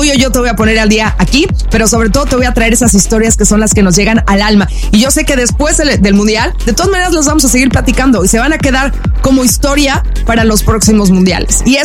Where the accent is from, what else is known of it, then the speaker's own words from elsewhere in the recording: Mexico; Obviamente estoy feliz porque soy mexicana